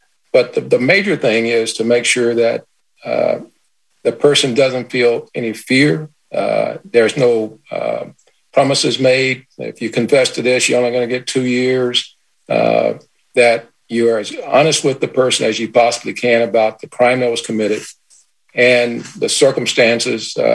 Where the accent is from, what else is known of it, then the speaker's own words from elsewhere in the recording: Chicago, Illinois, United States; I grew up in Chicago in the 60s doing integration